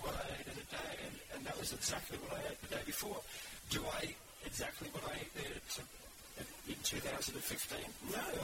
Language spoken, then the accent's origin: English; Australia; I eat emu because that's native to my country.